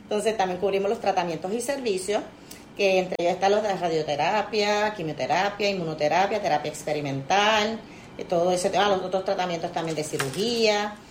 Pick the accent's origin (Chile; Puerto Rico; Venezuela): Puerto Rico; Ponce; yo vengo de Ponce. Llevo sobre 10 años en Cosby y viajando para acá